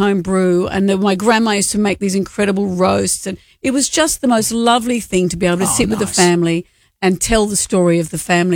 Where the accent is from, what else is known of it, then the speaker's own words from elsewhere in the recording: Sydney, New South Wales, Australia; also born or lived in Brisbane / Perth; I was born in Brisbane and we left there when I was about 6 or 7 and we moved to Perth for a few years and then really settled in Sydney.